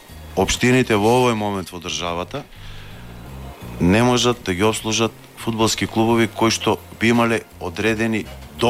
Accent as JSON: {"language": "Macedonian", "town": "Štip", "region": "Eastern", "country": "North Macedonia", "said": "Сепак сме од Штип."}